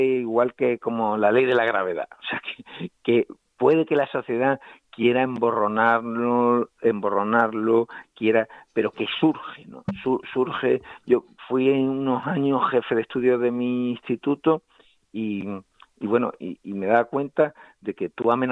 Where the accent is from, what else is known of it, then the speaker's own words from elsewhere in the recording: El Puerto de Santa María, Andalusia, Spain; que era un abogado cultísimo de mi pueblo, que es el Puerto de Santa María